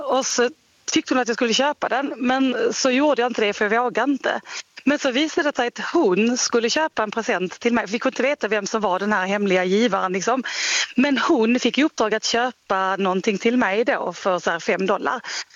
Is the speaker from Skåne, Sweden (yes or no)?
yes; Skåne, Sweden; now in Oslo, Norway; alltså jag bor i Oslo, ja. Även om jag är från Skåne.